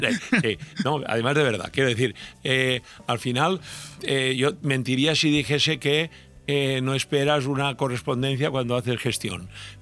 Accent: Altea, Valencian Community, Spain; yo nací en Altea, eso no tiene ningún mérito, es una cuestión aleatoria. Pero hay muchas personas que han decidido venir a vivir a Altea, o muchos de los que nacimos en Altea que decidimos quedarnos

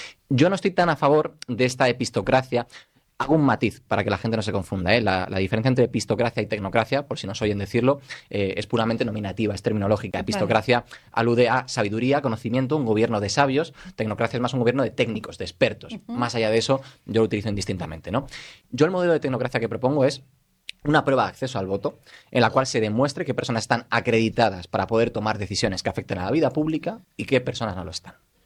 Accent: Spain

